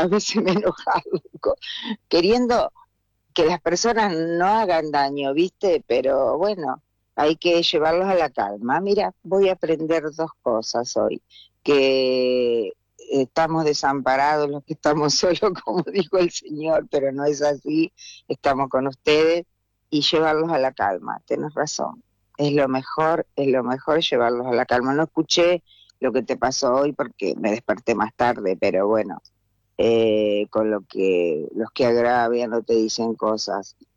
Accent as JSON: {"language": "Spanish", "town": "Los Toldos", "region": "Buenos Aires Province", "country": "Argentina", "tie": "born there", "moved": "yes", "said": "mi ciudad es linda por elección, porque yo nací en Los Toldos."}